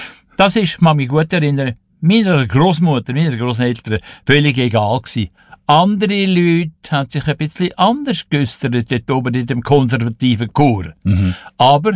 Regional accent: Wallisellen, Zurich, Switzerland; Ich bin geboren in Zürich, aber aufgewachsen in Wallisellen.

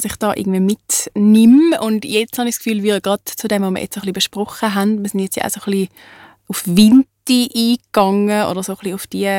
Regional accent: Winterthur, Zurich, Switzerland; Ich bin in Winterthur geboren.

